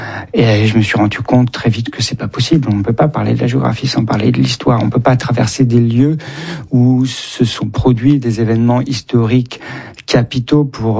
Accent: Auvergne-Rhône-Alpes, France; De l'autre côté, j'ai grandi dans l'Isère, et de l'autre côté, c'était l'Ain.

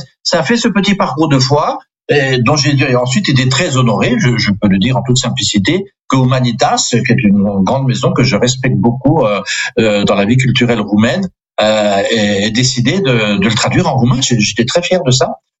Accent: Grand Est, France; first language Alsatian; French is a second language; moved away as an adult; also born or lived in Romania; now in Rome, Italy; l'Alsace me manque, figurez-vous, et ma langue maternelle alsacien, que je peux parler avec personne à Rome, ou presque

